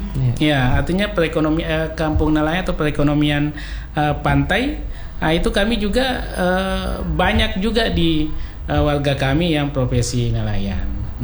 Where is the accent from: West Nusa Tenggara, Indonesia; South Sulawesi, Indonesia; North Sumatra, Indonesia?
South Sulawesi, Indonesia; now in Ternate, Indonesia; saya ini adalah warga Kota Ternate. Karena KTP saya sudah KTP Ternate. Jadi meskipun asal saya dari Sulawesi Selatan, saya dari Bugis, tapi saya menganggap bahwa saya ini bukan pendatang, tapi saya adalah warga Kota Ternate.